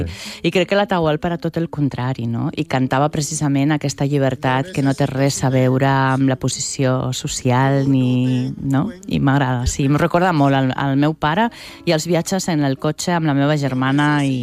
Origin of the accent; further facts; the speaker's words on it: Zaragoza, Aragon, Spain; I la meva infantesa era a Saragossa, molt tranquil·la i amb molt bons amics, que molts conservo des de que érem superpetits.